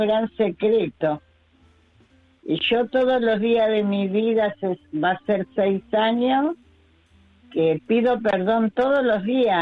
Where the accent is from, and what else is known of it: Hurlingham, Buenos Aires Province, Argentina